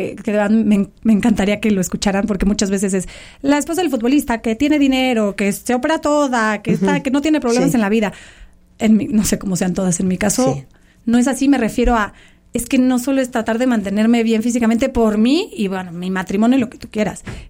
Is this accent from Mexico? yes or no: yes; Mexico; Como mexicanos y mandamos buena vibra, eso es lo que necesitamos.